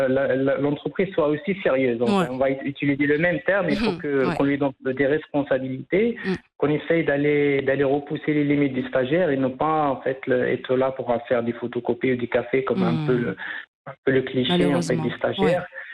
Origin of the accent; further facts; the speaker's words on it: Agadir, Souss-Massa, Morocco; on voulait avec ma femme qui est de Fès et moi je suis d'Agadir.